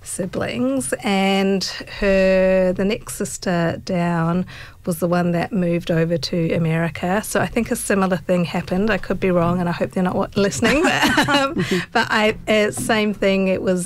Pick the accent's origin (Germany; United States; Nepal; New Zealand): New Zealand; Yeah, and I've got two siblings, so we're all born in New Zealand. And all grew up there basically.